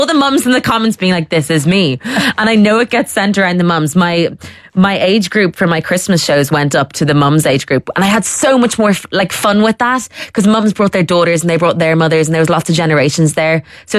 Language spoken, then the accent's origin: English; Ireland; now in London, United Kingdom; being an Irish person in London